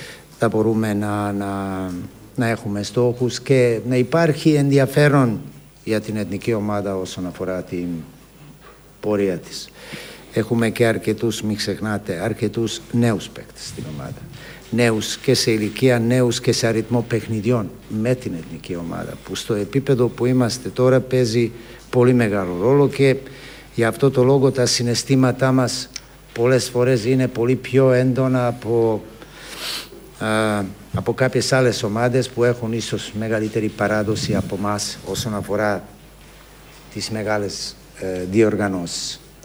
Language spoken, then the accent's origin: Greek; Greece; Να σου πω, νομίζω ότι σαν Έλληνες πολλές φορές υπερβάλλουμε σε πολλά πράγματα.